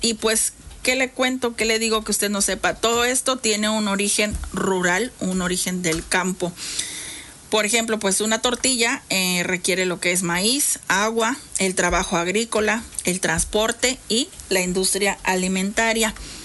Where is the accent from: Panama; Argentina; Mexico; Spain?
Mexico; En nuestro país, México